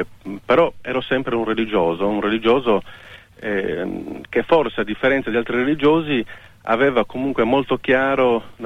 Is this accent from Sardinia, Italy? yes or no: yes; Sassari, Sardinia, Italy; Sono nato comunque a Sassari, perciò in Sardegna, però sono di padre tedesco e di madre piemontese lombarda, diciamo così